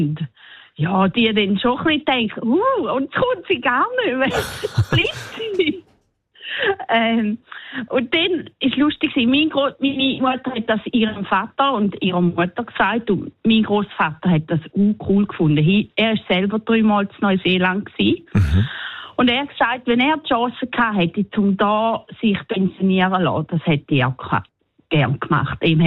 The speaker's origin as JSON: {"language": "German", "country": "Switzerland", "lives_now": "New Zealand"}